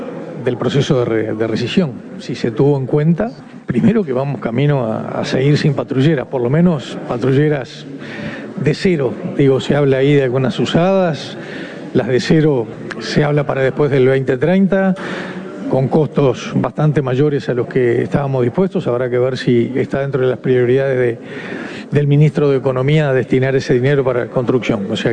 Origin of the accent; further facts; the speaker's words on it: Uruguay; a nosotros nos preocupa como uruguayos